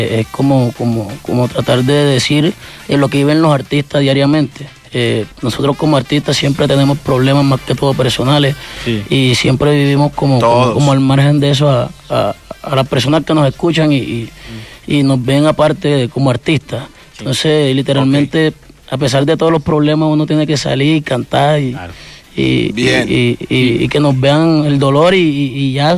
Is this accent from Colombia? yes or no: yes; Santa Rosa de Lima, Bolívar, Colombia; son más que todo locales allá en mi pueblo, porque yo soy de un pueblo.